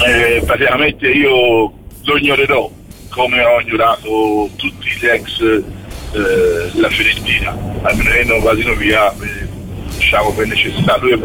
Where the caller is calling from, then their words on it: Tuscany, Italy; sono di Isolotto